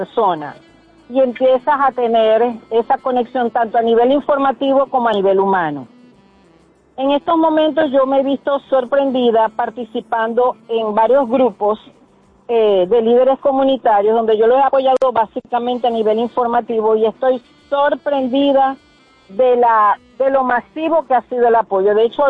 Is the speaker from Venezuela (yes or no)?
yes; Venezuela; now in United States; nos hemos ido dando a conocer los venezolanos como éxodo mundial